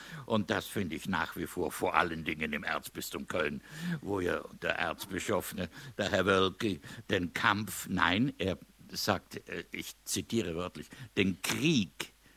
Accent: Trentino-Alto Adige, Italy; also born or lived in Rhineland; now in Germany; Also das ist, also das sind wir Südtiroler, auch nicht weit weg davon. Also hier bin ich seit 59 Jahren, also nicht hier direkt, ne, sondern im Rheinland, und gelte als Rheinländer.

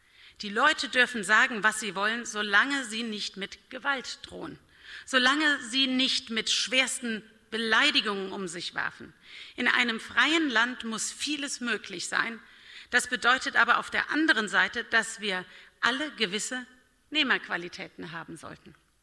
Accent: Bad Kreuznach, Rhineland-Palatinate, Germany; born or raised there

